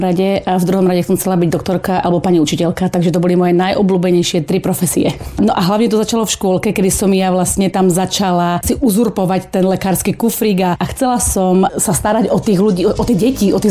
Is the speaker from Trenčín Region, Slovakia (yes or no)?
yes; Prievidza, Trenčín Region, Slovakia; Bolo to trošku ďalej ako pod Bojnickým zámkom